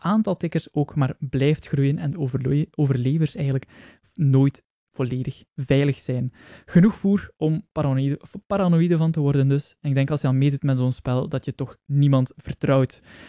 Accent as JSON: {"language": "Dutch", "region": "Flanders", "country": "Belgium", "said": "Maar ja, daar zijn wij Belgen wel goed in."}